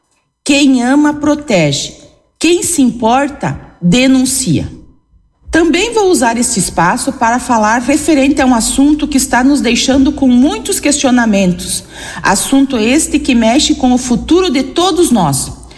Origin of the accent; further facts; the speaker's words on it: Brazil; Como nós brasileiros estamos vendo esses fatos que nos angustiam, que nos inquietam?